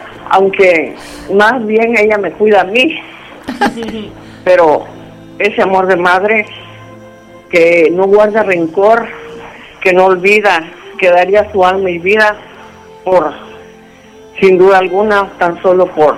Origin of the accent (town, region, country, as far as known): Tapachula, Chiapas, Mexico